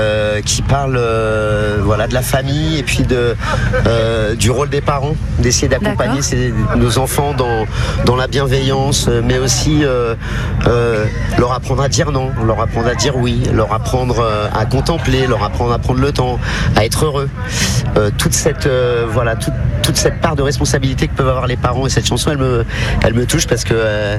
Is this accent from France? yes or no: yes; Brittany, France; j'ai été programmateur d'un festival pendant une quinzaine d'années vers chez moi en Bretagne.